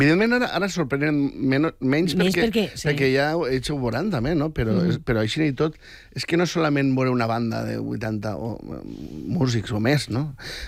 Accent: Vila-real, Valencian Community, Spain; jo sóc de Villarreal, el millor equip de la comunitat valenciana.

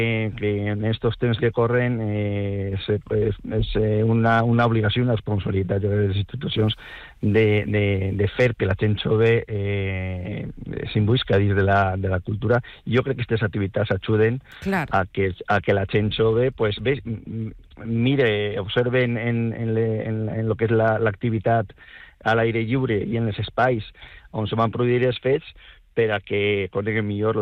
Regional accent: Valencian Community, Spain; va ser l'inici del que som ara com a poble i com a ciutadans valencians.

